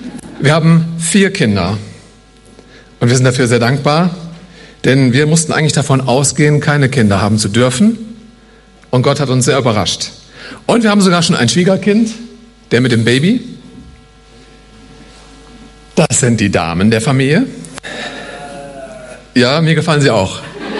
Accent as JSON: {"language": "German", "town": "Meinerzhagen", "region": "North Rhine-Westphalia", "country": "Germany", "said": "noch ein bisschen was erzählen von uns vor Ort, da wo ich herkomme, Meinerzhagen im Sauerland."}